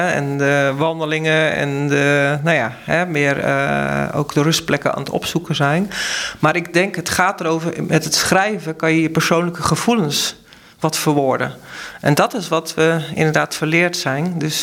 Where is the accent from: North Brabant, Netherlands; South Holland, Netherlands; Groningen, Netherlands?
South Holland, Netherlands; Ridderkerk; also born or lived in Tholen; mijn ouders kwamen uit Tolen. Ik ben zelf verder opgegroeid in de Ridderkerk.